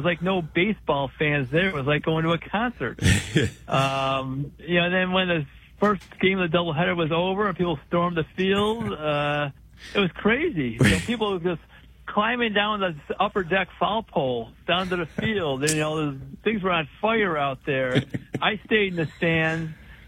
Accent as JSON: {"language": "English", "town": "Evergreen Park", "region": "Illinois", "country": "United States", "tie": "born or raised there", "said": "I grew up in Evergreen Park in the south suburbs of Chicago, so I grew up a White Sox fan."}